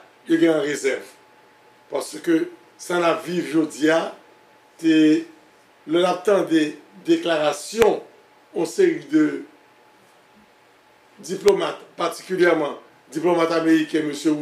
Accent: Haiti; Nous sommes jeunes d'Haïti, nous sommes jeunes petits garçons. C'est la première fois que nous avons un livre a sorti dans le pays d'Haïti.

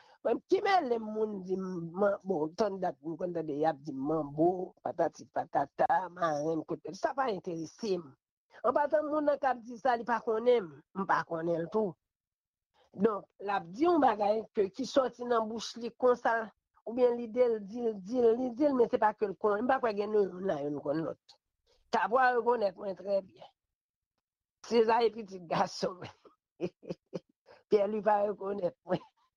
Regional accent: Haiti; Donc moi-même c'est vrai, me vrai nous était ensemble en tant que haïtien pour nous ne pas discréditer l'autre

